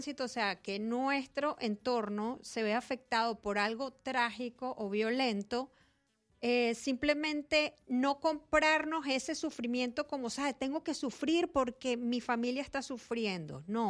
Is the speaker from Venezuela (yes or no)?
yes; Venezuela; moved away; estoy como todos los venezolanos